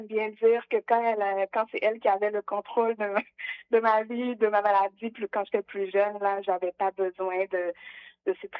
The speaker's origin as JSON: {"language": "French", "town": "Quebec City", "region": "Quebec", "country": "Canada", "said": "Donc, puis moi, j'étais de Québec et je venais jusqu'à Montréal pour aller à sa clinique, là."}